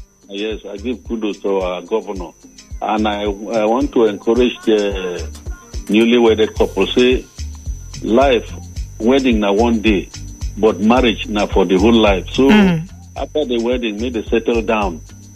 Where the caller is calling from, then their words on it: Sheka, Nigeria; I'm from Sheka. I'm calling from Sheka.